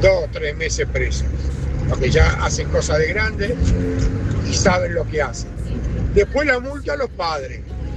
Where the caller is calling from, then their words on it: Villa Adelina, Buenos Aires Province, Argentina; de Villa de Lina.